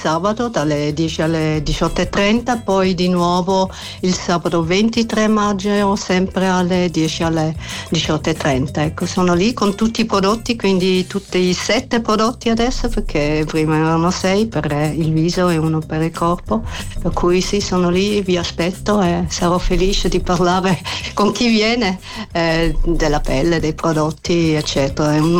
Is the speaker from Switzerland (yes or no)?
yes; Basel, Basel-Stadt, Switzerland; also born or lived in Rome; now in Lugano, Switzerland; sono di Basilea di origine e vivo a Lugano da quasi 30 anni.